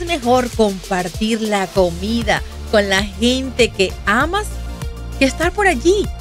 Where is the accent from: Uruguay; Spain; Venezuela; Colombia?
Venezuela; now in United States; Bueno, yo que soy venezolana, ahí tenemos una diferencia entre esa parrilla o la carne asada venezolana y la hamburguesa americana.